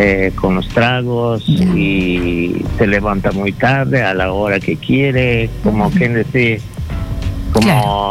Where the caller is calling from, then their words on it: Iquitos, Loreto, Peru; de Iquitos